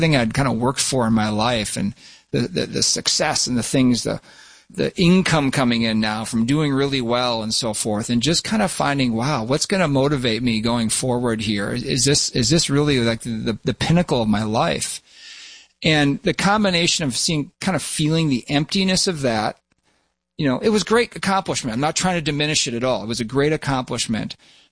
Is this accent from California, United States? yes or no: no; Minnesota, United States; I love being around my family and close friends back here where I grew up in Minnesota. I still reside here.